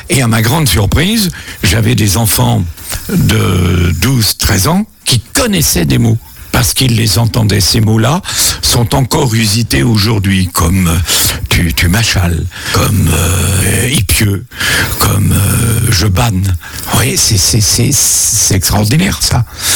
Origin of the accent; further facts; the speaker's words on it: Pays de la Loire, France; first language Sarthe patois (Mayennais/Méniot); French is a second language; moved away; je suis né dans un tout petit village des Coivrons, viré en Champagne, où à la ferme on ne parlait ce que les gens appellent le patois